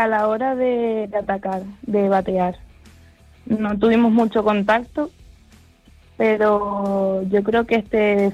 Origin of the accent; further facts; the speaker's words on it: Tenerife, Canary Islands, Spain; Por ejemplo, yo soy de Tenerife